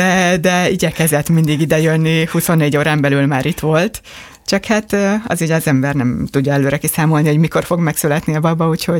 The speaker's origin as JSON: {"language": "Hungarian", "region": "Budapest", "country": "Hungary", "tie": "born there", "also_born_or_lived": "Dunaharaszti", "said": "Budapesten születtem, Budapesten. De igen, Dunaharasztiak vagyunk."}